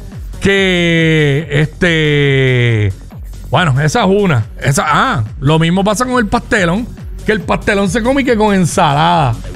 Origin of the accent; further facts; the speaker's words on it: Cabo Rojo, Puerto Rico; moved away; como yo me crié en Cabo Rojo